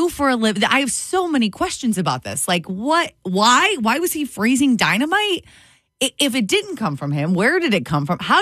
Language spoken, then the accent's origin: English; Michigan, United States; my home state of Hell, Michigan.